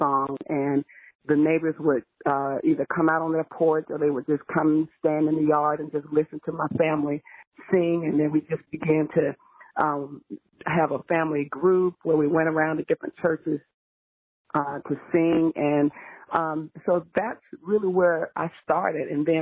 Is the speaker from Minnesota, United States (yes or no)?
no; LaGrange, Georgia, United States; I grew up in LaGrange, Georgia.